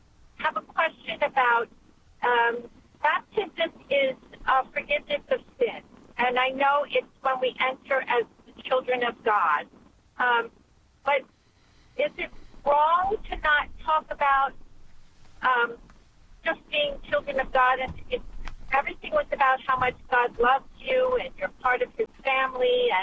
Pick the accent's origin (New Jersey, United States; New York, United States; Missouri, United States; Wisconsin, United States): New Jersey, United States; Okay, I'm from New Jersey, but I'm driving to Pittsburgh to visit my son and his family.